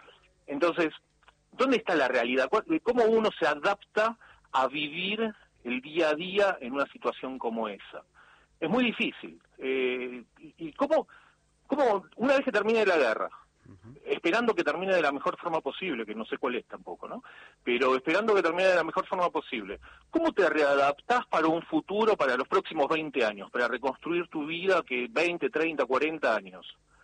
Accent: Argentina; Siempre desde el punto de vista que somos argentinos descendientes de ucranianos, la gran mayoría. No somos ucranianos.

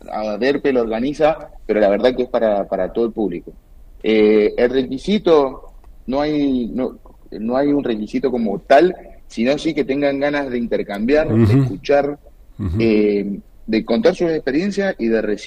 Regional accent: Mendoza, Argentina; nosotros como mendocinos

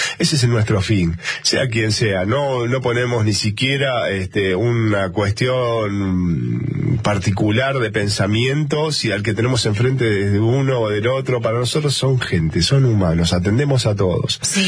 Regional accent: Argentina; Somos argentinos, somos de sangre caliente, no somos tibios.

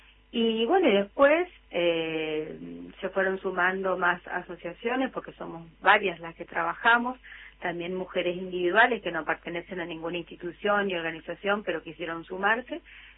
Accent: Chaco, Argentina; now in Puerto Iguazú, Argentina; yo soy chaqueña, y porque tengo familia en Esquina, Corrientes

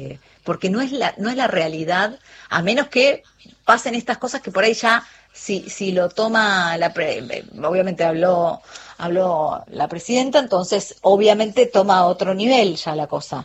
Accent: Argentina; nosotros, como argentinos, sé que hinchamos siempre por Latinoamérica.

